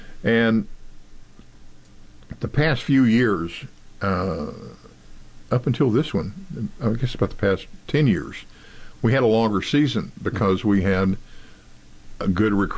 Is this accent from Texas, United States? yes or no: yes; Texas, United States; No, we're not. We're Texas.